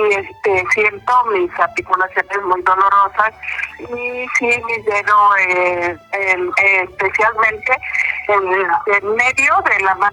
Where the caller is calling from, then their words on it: Mexico City, Mexico; De aquí, de la colonia Vallejo, de Gustavo Madero